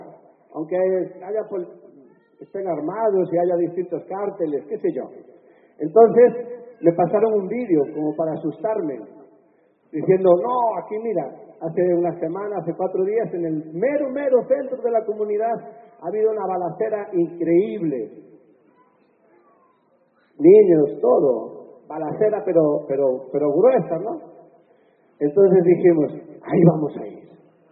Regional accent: Galicia, Spain; Pero como soy gallego, y payaso, y hombre, o sea, las tengo todas

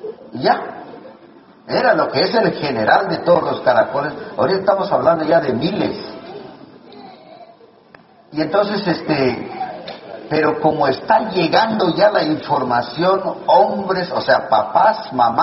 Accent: Chiapas, Mexico; aquí somos Celtal, Xochilto, Laval, Chol, Soque, Mame

